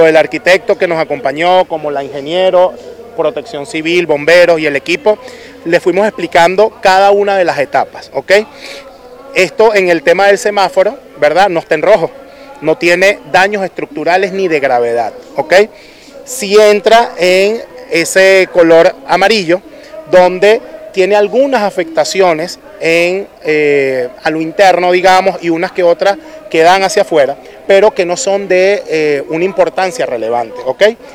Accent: Venezuela; sino que somos venezolanos

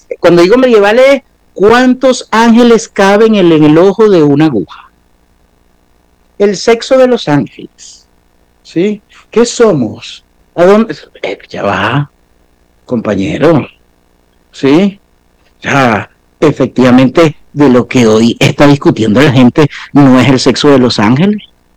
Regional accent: Venezuela; hoy debemos reconocernos como venezolanos

